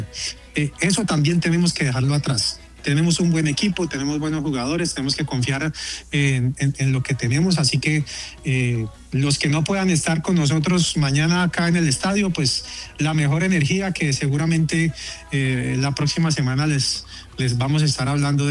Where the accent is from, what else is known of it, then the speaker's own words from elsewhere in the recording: Colombia; obviamente somos colombianos, somos futboleros